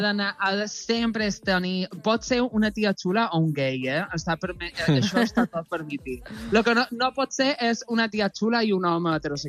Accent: Mallorca, Balearic Islands, Spain; Els meus pares són de fora, però jo sóc d'aquí

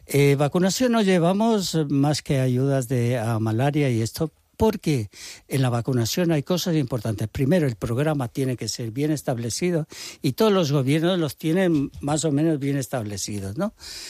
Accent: Ecuador; moved away; yo soy ecuatoriano. Y entonces he conocido todo este mundo desde pequeño.

